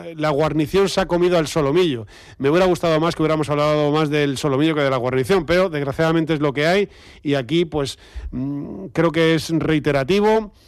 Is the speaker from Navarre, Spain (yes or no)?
no; Andalusia, Spain; pues verdaderamente somos andaluces